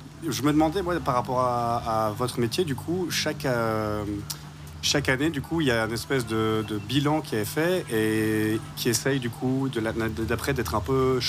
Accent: Brussels, Belgium; Je viens de Bruxelles

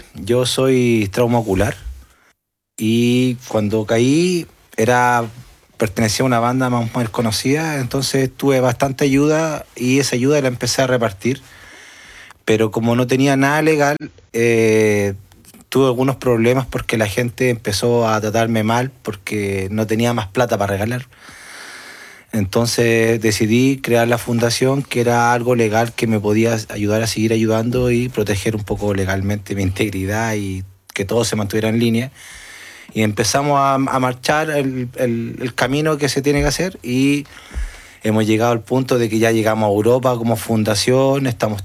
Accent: Chile; Venimos de Chile, somos de los Mapaches.

